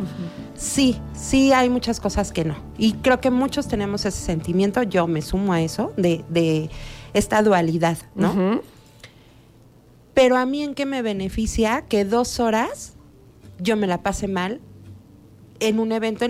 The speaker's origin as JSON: {"language": "Spanish", "country": "Mexico", "said": "como mexicanos tenemos un montón de valores"}